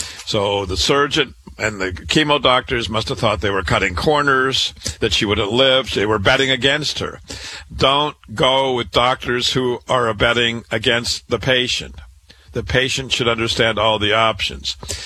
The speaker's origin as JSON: {"language": "English", "region": "Iowa", "country": "United States", "tie": "born or raised there", "said": "a woman from my home state of Iowa."}